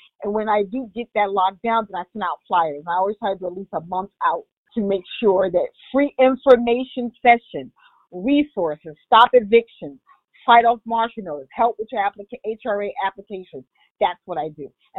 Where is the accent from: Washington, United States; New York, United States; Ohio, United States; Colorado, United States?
New York, United States; New York City; So I grew up in Harlem, Manhattan Avenue. That's where those are my stomping grounds. Even though I live on 149th Street